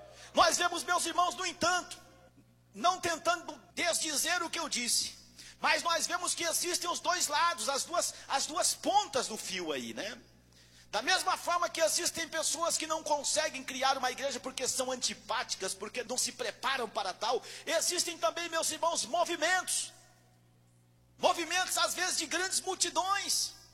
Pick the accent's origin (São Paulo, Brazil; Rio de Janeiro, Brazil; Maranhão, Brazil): São Paulo, Brazil; Eu estou em São Paulo, eu sou paulista.